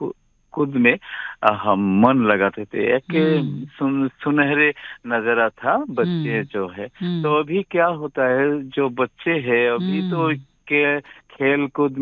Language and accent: Hindi; Ram Krishna Nagar, Assam, India; मेरा गांव का नाम है राम कृष्ण नगर, डिस्ट्रिक्ट है श्री भूमि, आसाम से ताल्लुकात है ना।